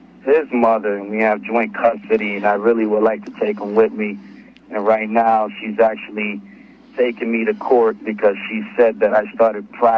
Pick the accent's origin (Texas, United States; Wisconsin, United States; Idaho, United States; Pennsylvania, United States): Idaho, United States; now in Oklahoma, United States; Listen, I moved here from Idaho. I told you once before, I think. But anyway, I didn't have any money. 1,800 miles down here to Oklahoma.